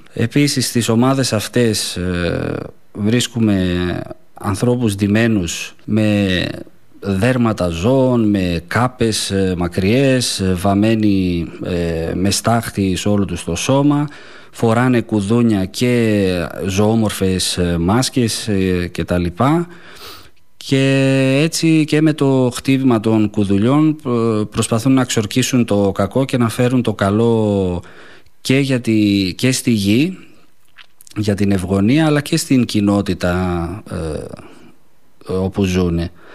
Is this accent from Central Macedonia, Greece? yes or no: no; Eastern Macedonia and Thrace, Greece; Ο τόπος μου είναι κάτι το οποίο πρέπει, θεωρώ εγώ, κάθε άνθρωπος να επισκεφτεί